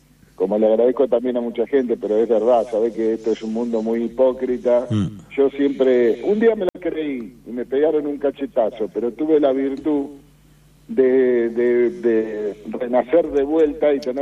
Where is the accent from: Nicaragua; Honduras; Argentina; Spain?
Argentina; yo estoy convencido de que soy argentino